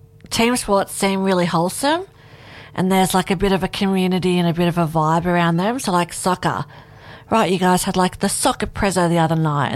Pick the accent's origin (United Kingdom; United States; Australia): Australia; Ulladulla, New South Wales; moved away as an adult; also born or lived in Cairns, Queensland; now in Northern Rivers, Australia; I grew up in Ulladulla. Mm. My husband grew up in Ulladulla. We both went to Ulladulla High.